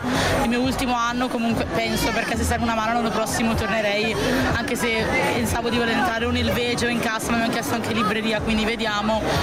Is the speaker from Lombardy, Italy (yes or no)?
yes; Chiari, Lombardy, Italy; ho 19 anni e sono, vengo da Chiari.